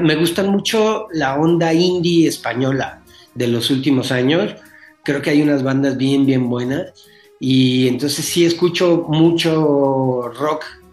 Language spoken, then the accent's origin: Spanish; Mexico; yo vengo de México